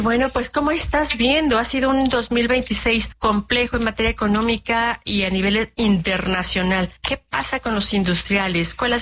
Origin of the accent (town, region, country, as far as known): Mexico